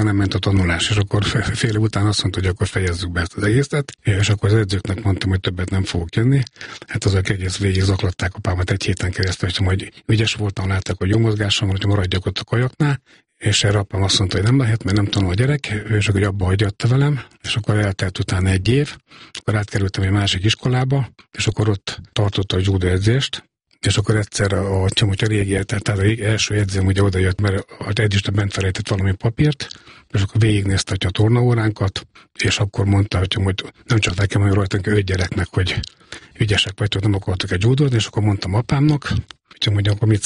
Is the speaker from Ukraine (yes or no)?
no; Miskolc, Borsod-Abaúj-Zemplén, Hungary; born there; Még Miskolcon születtem 1965-ben, igen